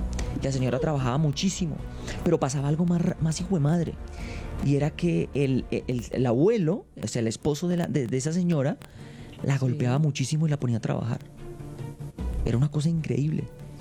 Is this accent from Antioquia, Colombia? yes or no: no; El Hato, Santander, Colombia; also born or lived in Bogotá; Yo nací en Bogotá, yo soy Rolo, pero yo me crié en un pueblo que se llama El Hato, Santander.